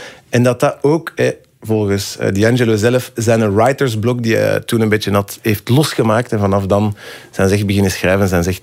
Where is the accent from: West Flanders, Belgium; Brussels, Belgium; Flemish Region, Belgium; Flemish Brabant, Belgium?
Brussels, Belgium; Maar dat ik ben van Brussel, ik ben een Brusselaar.